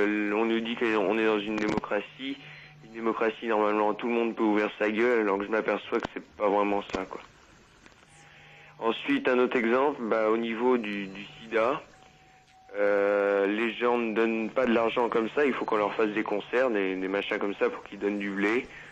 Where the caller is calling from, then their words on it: La Rochelle, Nouvelle-Aquitaine, France; moi j'habite à La Rochelle, dans cette ville il y a un maire socialiste